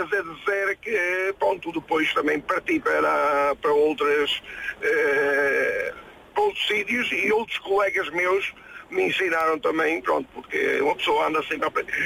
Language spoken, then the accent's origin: Portuguese; Mozambique; moved away; eu vim de Moçambique, e o meu pai agarrou-se a tudo